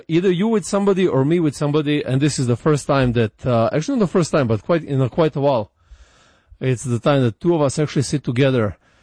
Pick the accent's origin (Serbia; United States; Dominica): Serbia; moved away; I went, to Serbia, to my home country, that I moved out from more than 20 years ago.